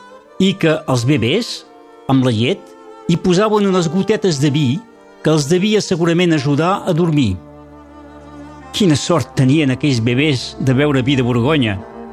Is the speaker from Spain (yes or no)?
no; Occitania, France; A casa parlàvem català de la Cerdanya, però a l'hora d'escriure ho fèiem en francès